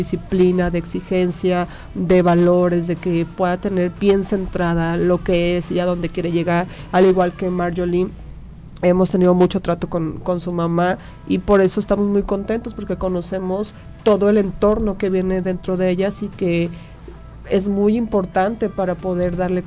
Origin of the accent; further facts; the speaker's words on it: Tuxpan, Mexico; Tuxpan, que nunca voy a perder el amor y la identidad que tengo con mi tierra.